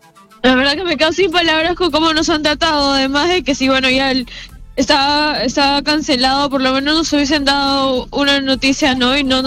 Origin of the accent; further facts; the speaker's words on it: Trujillo, La Libertad, Peru; Yo soy de Trujillo.